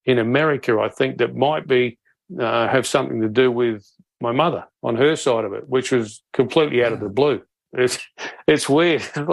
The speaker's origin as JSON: {"language": "English", "town": "Adelaide", "region": "South Australia", "country": "Australia", "tie": "born or raised there", "moved": "yes", "said": "I grew up in the Port at Large Bay. Mum's still there, same house."}